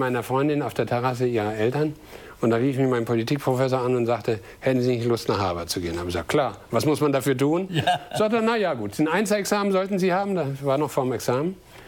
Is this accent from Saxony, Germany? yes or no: no; Rhineland-Palatinate, Germany; Bin als kleiner Junge auf den Betzenberg gegangen, nach Kaiserslautern.